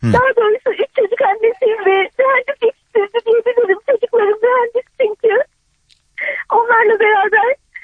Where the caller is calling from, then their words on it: Gebze, Kocaeli, Turkey; Ben Gebze'den arıyorum.